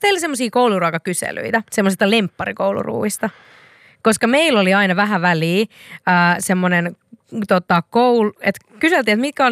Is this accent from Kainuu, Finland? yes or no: no; Seinäjoki, South Ostrobothnia, Finland